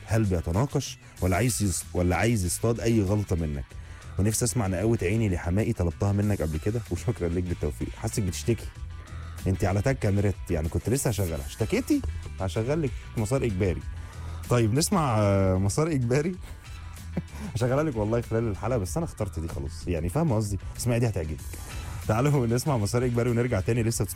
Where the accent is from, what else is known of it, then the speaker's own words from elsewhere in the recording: Luxor, Luxor Governorate, Egypt; أنا أول مرة بعت لك، أنا من الأقصر بسمعك من التلفزيون